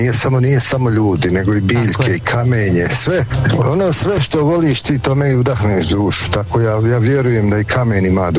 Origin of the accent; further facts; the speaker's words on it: Bosnia & Herzegovina; Ja sam bio Bosanac